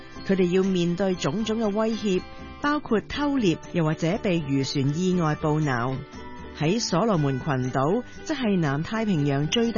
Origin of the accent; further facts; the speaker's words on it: Hong Kong; 亦都提醒我哋，我哋香港人有咩啊？有狮子山精神咯